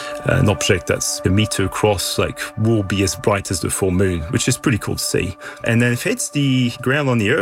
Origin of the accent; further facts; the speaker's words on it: France; I'm originally from France